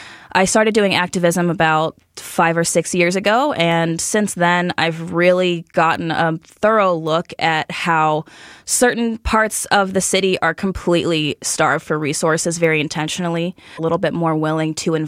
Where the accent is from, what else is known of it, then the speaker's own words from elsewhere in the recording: Pittsburgh, Pennsylvania, United States; now in Chicago, United States; And there's also a kind of working class vibe, kind of grit that I grew up with. I grew up in Pittsburgh. And so coming here, it was almost just kind of like coming to a bigger Pittsburgh.